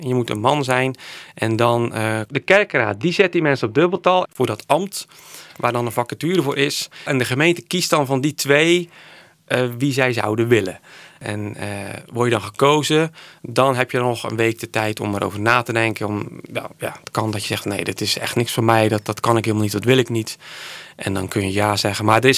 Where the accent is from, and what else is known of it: Sint-Annaland, Zeeland, Netherlands; also born or lived in Rotterdam; now in Goeree-Overflakkee, Netherlands